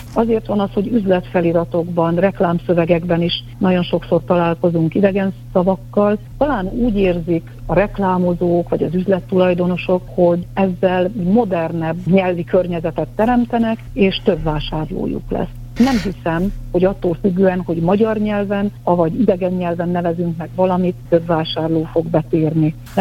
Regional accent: Hungary

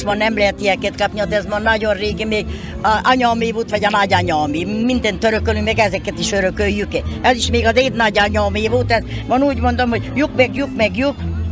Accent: Buják, Nógrád, Hungary; Palócország az én hazam. Itt születtem, itt nevelt fő apám.

